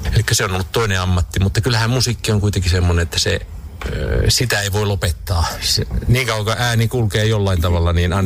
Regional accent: Kälviä, Central Ostrobothnia, Finland; born there; Olen syntynyt Kälviillä eli Suomessa, Hillin kylällä, maalaisperheeseen.

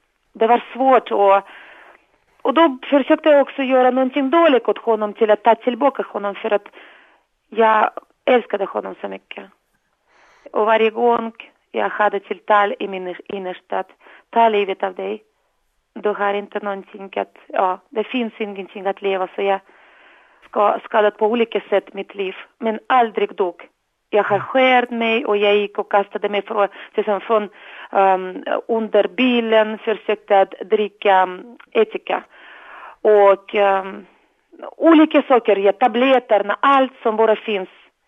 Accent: Russia; Swedish is a second language; now in Sweden; Från Ryssland.

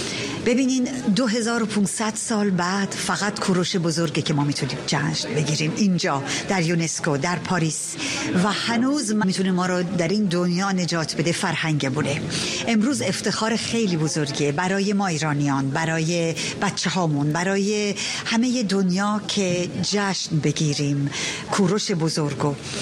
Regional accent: Iran; به عنوان یک ایرانی، به عنوان یک شاعر، به عقیده من تنها چیزی که میتونه ما رو در این دنیا نجات بده فرهنگ بوده.

